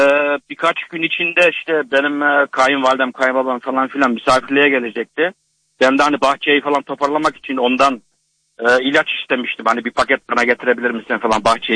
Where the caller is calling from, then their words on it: Netherlands; Hollanda'dan arıyorum